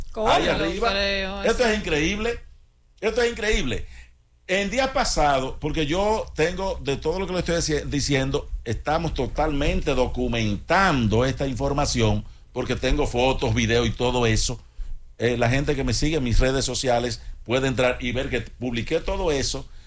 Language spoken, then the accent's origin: Spanish; Dominican Republic; nosotros somos los dominicanos